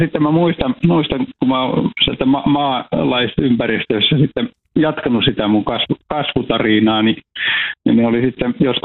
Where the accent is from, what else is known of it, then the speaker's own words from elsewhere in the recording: Iisalmi, North Savo, Finland; mä oon syntynyt siellä Iisalmen Peltosalmella ja mä oon ihan vauvana asunut samassa talossa